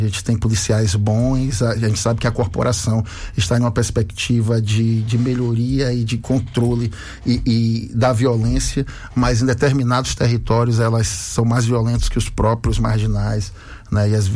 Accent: Salvador, Bahia, Brazil; Esse disco também faz com que eu retorne à minha comunidade da Boca do Rio. Eu sou da Boca do Rio, propriamente dito ali do Barreiro, né? Subindo pelo Marbaque, setor 2.

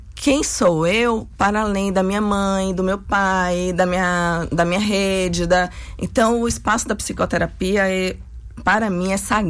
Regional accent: Northeast Region, Brazil; enquanto nordestina mesmo, né? Uma mulher mestiça, sapatão, mãe, tenho filho de 19 anos, psicoterapeuta

